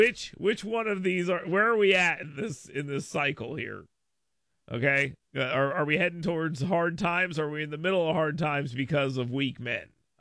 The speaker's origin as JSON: {"language": "English", "region": "Florida", "country": "United States", "tie": "born or raised there", "moved": "yes", "said": "I grew up in Florida, right?"}